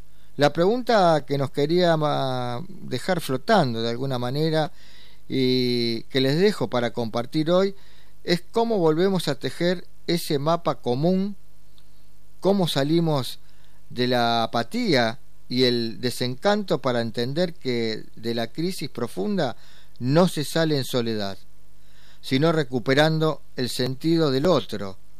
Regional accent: Argentina

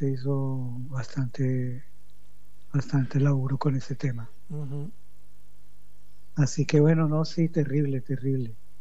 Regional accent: Colombia; now in Argentina; somos narradores colombianos de la diáspora que vivimos en Argentina

